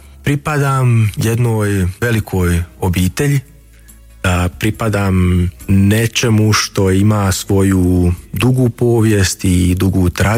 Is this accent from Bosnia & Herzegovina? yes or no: yes; Vitez, Federation of Bosnia and Herzegovina, Bosnia & Herzegovina; moved away as an adult; now in Münster, Germany; Rodom sam iz Viteza, također iz Srednje Bosne